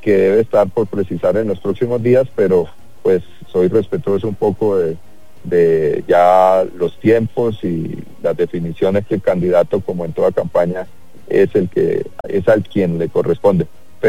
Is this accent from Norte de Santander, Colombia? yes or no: yes; Cúcuta, Norte de Santander, Colombia; now in Bogotá, Colombia; yo soy cucuteño.